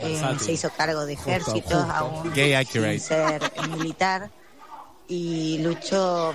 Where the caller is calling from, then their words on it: Rojas, Buenos Aires Province, Argentina; de Rojas.